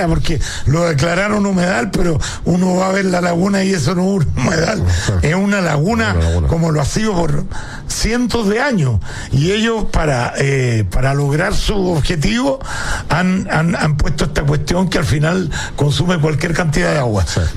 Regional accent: Aculeo, Santiago Metropolitan Region, Chile; nosotros, los que somos laguneros de Aculeo, donde se viven las fiestas patrias con mucha fuerza también

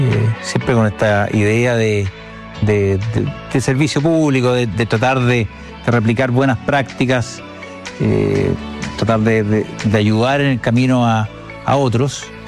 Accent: Coquimbo, Chile; born or raised there

